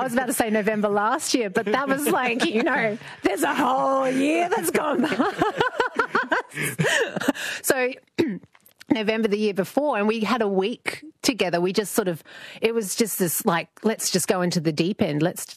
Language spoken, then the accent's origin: English; Brisbane, Queensland, Australia; also born or lived in Sydney; I've been home for 3 years. I grew up here in Brisbane, and I moved to Sydney for work, and I came back home because mum's in her 80s now and dad's in his 80s.